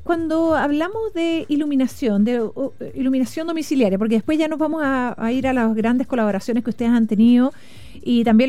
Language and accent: Spanish; Chile